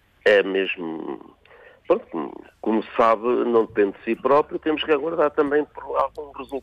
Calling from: Portugal; Quando são equipas portuguesas a jogar lá fora, somos portugueses

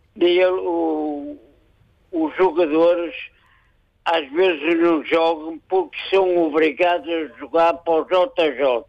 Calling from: Norte, Portugal; Eu sou do Norte

